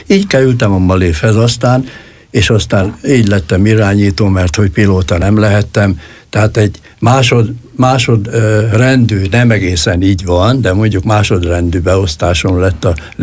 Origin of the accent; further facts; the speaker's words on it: Zala, Hungary; Igen, én faluhelyen nevelkedtem, mert bennünket kiraktak annak idején az illetékesek. Hortobágyon már nem volt hely, úgyhogy Göcsejbe, egy kis zsákfaluba, erdő szélére